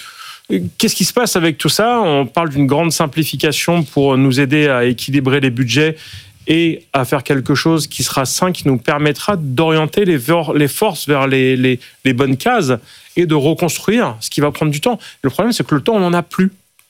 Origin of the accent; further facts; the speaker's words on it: Sarcelles, Île-de-France, France; also born or lived in Cergy-Pontoise; Moi, j'ai grandi là-bas, à Sarcelles, puis Cergy-Pontoise.